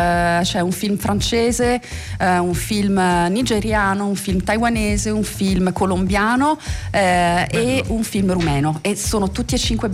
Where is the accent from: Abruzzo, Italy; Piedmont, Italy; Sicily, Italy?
Sicily, Italy; Sciacca; io sono siciliana, quindi qua comunque mi sento vagamente a casa